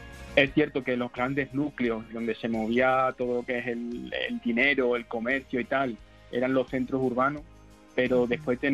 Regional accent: Villafranca de los Barros, Extremadura, Spain; soy de Villafranca.

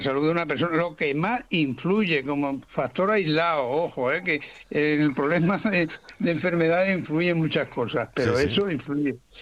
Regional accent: Robledillo de Gata, Extremadura, Spain; yo soy de Robledillo de Gata.

